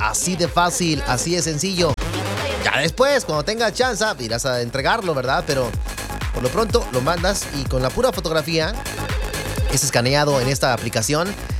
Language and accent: Spanish; Salamanca, Guanajuato, Mexico; moved away; Algo que sucedió en Salamanca, Guanajuato, allá en mi tierra.